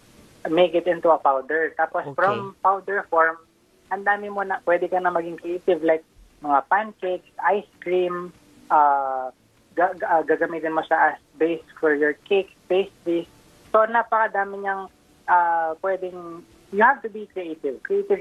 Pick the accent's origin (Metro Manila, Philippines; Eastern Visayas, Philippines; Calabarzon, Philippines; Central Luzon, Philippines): Central Luzon, Philippines; I can only speak sa area ko, which is I am from Pampanga. So yung mga alam kong nagtatanim ng ube, yung mga aita sa amin.